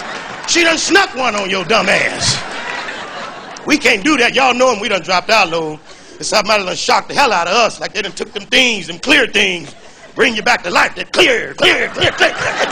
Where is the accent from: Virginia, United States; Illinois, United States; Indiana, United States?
Illinois, United States; Chicago